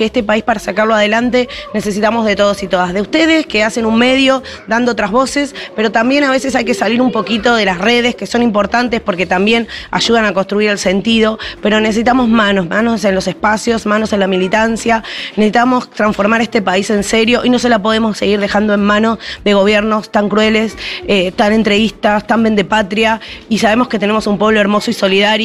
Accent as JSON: {"language": "Spanish", "country": "Argentina", "said": "Lo mejor que tiene este país somos nosotros, los argentinos"}